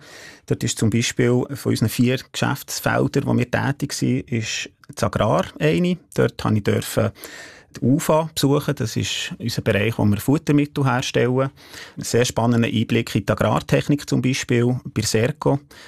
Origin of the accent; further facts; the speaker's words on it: Ticino, Switzerland; Ich bin im Tessin auf einem Landwirtschaftsbetrieb aufgewachsen. Meine Grosseltern mütterlicher Seite waren auch Bauern, Bergbauern im Berner Oberland.